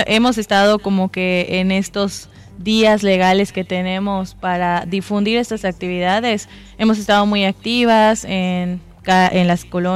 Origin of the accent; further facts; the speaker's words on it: Mérida, Yucatán, Mexico; Yo soy del sur de Mérida